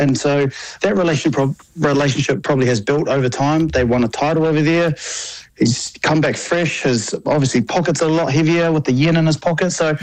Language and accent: English; Wellington, New Zealand; And obviously, I am from Wellington, so it pains me to say this, John.